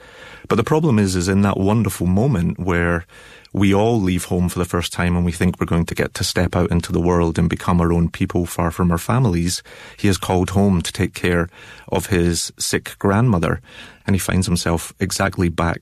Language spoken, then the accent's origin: English; Glasgow, Scotland, United Kingdom; I am a Scotsman who grew up in Glasgow, but I had never been to the Outer Hebrides before.